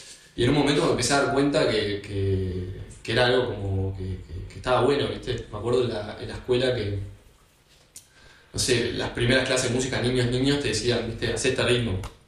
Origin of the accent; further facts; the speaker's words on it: Uruguay; also born or lived in Piriápolis, Uruguay; Yo medio que me crié acá en Palermo, entre Palermo y Piria, porque es un poco, porque toda mi familia es de ahí